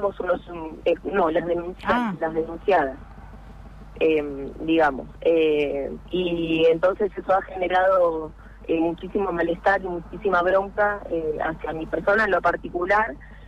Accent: Santa Cruz, Argentina; now in El Maitén, Argentina; No, yo soy santacruceña y me fui a Maitén por cuestiones familiares, digamos, para cambiar de vida me quería ir a vivir en la cordillera.

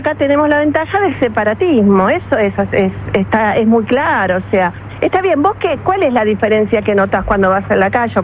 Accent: Argentina; now in Spain; siempre con los argentinos hay esa diferenciación y en Cataluña siempre me lo han marcado. Y cuando yo voy a algún lugar, ¡ay, qué lindo sos argentina, qué lindo que hablas!

